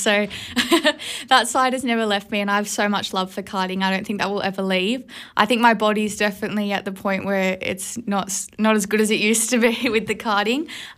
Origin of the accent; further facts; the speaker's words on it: Australia; moved away; being an Aussie